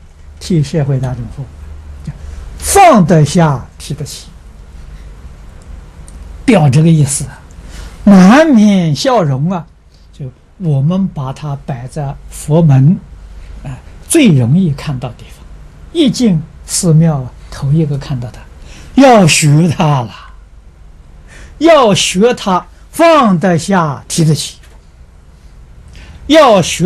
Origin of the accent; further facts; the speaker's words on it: China; 我们中国人讲的读万